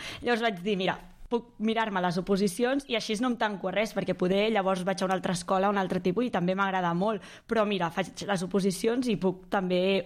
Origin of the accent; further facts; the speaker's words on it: Caldes, Catalonia, Spain; Jo soc d'aquí Caldes